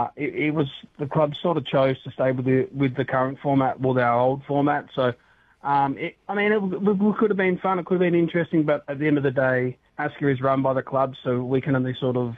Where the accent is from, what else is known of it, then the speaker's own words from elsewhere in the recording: Geelong, Victoria, Australia; now in Western Australia, Australia; I'm originally from Geelong